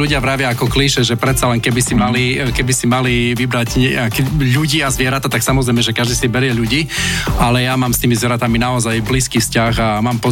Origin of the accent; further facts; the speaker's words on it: Bardejov, Prešov Region, Slovakia; lebo my sme až z Bardejova.